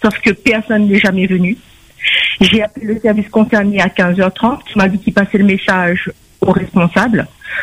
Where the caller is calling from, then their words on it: Saint-Paul, Réunion; Moi je suis de Saint-Paul